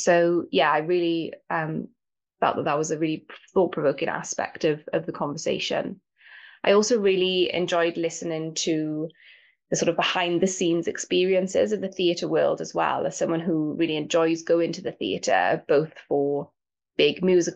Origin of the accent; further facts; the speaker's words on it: Wales, United Kingdom; moved away as an adult; now in London, United Kingdom; I'm from South Wales in the UK, but now I live in London. But I definitely identify as Welsh rather than British. All my family are pretty much Welsh. I was lived there until I was 18, until I went to university.